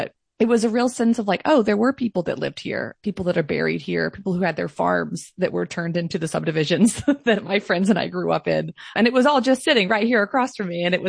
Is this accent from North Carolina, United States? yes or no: no; Chattanooga, Tennessee, United States; But I think the East Brainerd at the time, growing up in like the late 80s, 90s, ear